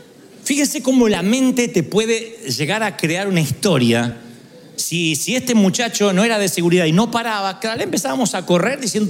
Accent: Billinghurst, Buenos Aires, Argentina; moved away; vamos a Billinghurst, a mi barrio natal.

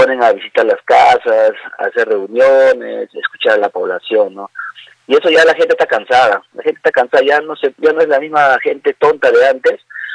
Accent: Inclán, Tacna, Peru; yo ya estoy años desde que nací aquí en Inclán

